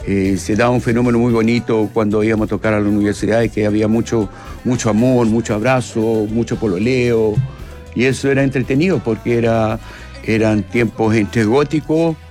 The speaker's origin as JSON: {"language": "Spanish", "country": "Italy", "tie": "born or raised there", "also_born_or_lived": "Barcelona, Spain", "moved": "as an adult", "lives_now": "Chile", "said": "yo crecí en Italia, yo pasé mi adolescencia en Italia"}